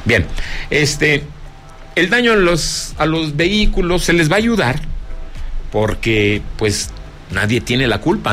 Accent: Zacatecas, Mexico; En mi tierra, Zacatecas, históricamente, en todos mis espacios informativos, no me gusta y no manejo nota roja

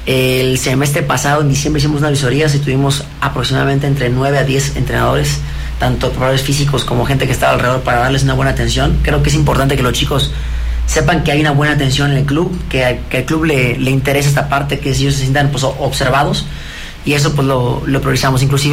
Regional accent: Mérida, Yucatán, Mexico; moved away as an adult; also born or lived in Northern Ireland / United States; Yo soy de Mérida, soy de Mérida. Yucateco, sí.

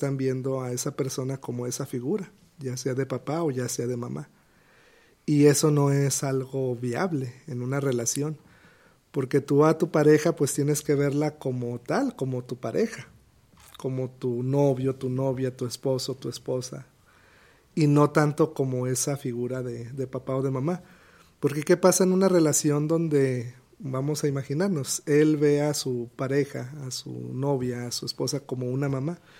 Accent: Mexico; Ya somos mexicanos

